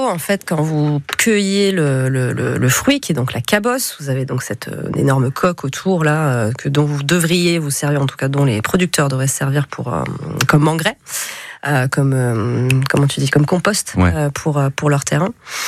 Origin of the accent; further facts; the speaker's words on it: Bourgogne-Franche-Comté, France; now in Basque Country, France; Non, j'ai grandi plus vers le Jura.